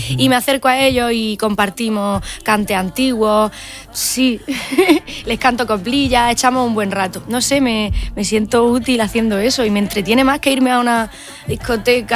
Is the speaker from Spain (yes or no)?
yes; Caniles, Andalusia, Spain; moved away as an adult; now in Cádiz, Spain; Es que me he criado en un club del pensionista, allí en Caniles.